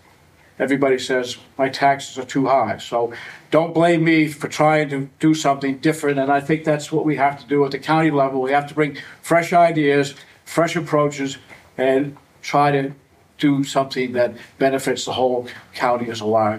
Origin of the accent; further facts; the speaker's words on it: Cumberland, Maine, United States; I'm from Cumberland.